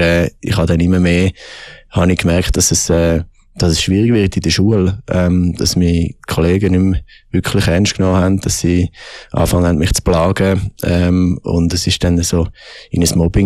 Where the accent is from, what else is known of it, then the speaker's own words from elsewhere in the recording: Bern, Switzerland; born there; also born or lived in Zürich; Ich bin in Bern geboren, genau. Bin dann bis im Kindergarten bei da gewesen. Mein Vater ist Pfarrer, meine Mutter Lehrerin. Und ja, eigentlich die grosse Änderung ist gewesen, wo wir dann ins Zürichbiet sind gezügelt.